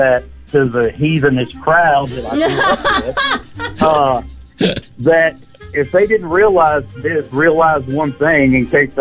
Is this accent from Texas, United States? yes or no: no; Memphis, Tennessee, United States; I'm from Memphis.